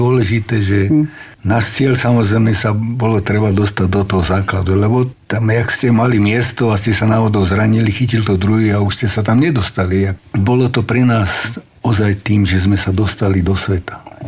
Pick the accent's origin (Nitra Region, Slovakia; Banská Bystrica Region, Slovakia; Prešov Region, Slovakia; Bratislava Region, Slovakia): Nitra Region, Slovakia; Topoľčany; a ja osobne pochádzam z Topolčana, v Topolčanoch sa veľmi dobre robilo